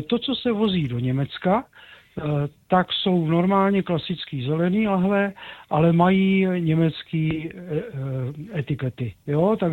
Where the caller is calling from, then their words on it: Plzeň, Plzeň Region, Czechia; jsem Plzeňák